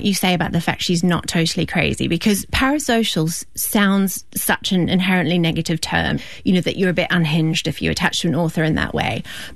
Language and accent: English; New Zealand; I grew up in a sort of New Zealand branch of the Brethren, which wasn't Plymouth.